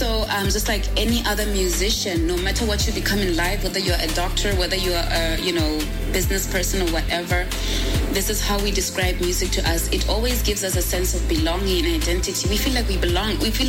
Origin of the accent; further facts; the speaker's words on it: Kasane, North-West District, Botswana; also born or lived in Maun; I was actually born in Maun, okay? But since I grew up in Kasani and I've settled here, business, my family, Everything is here.